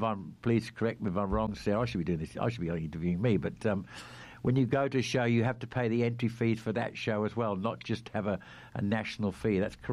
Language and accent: English; Australia; do I have to have a license to go to that show being an Australian?